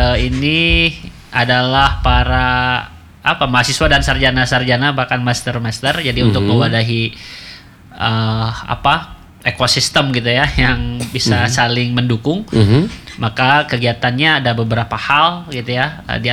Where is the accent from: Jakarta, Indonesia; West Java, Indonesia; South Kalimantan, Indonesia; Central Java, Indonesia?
West Java, Indonesia; Daerah saya di Cangkuang.